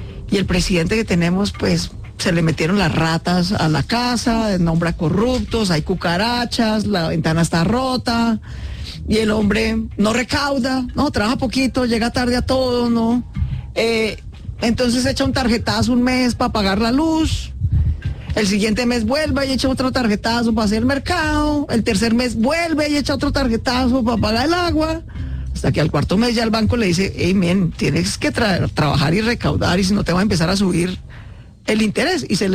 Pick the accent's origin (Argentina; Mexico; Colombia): Colombia; pues como somos colombianos, ¿cierto?